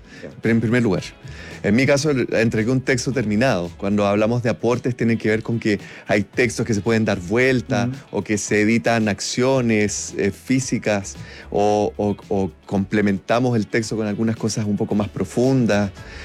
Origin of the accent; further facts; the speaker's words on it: Concepción, Biobío, Chile; yo soy de Concepción.